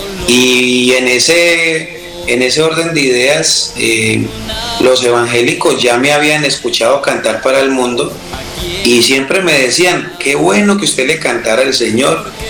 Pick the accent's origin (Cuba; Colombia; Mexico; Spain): Colombia; Alcalá, Valle del Cauca; moved away as an adult; now in Cali, Colombia; me dio por venirme de mi tierra natal, Alcalá Valle, a vivir a la capital del Valle.